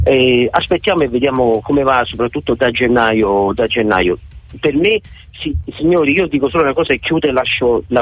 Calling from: Frankfurt, Hesse, Germany; un saluto da Francoforte.

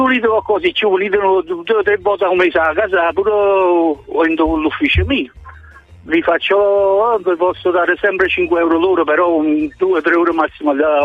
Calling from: Naples, Campania, Italy; da Napoli.

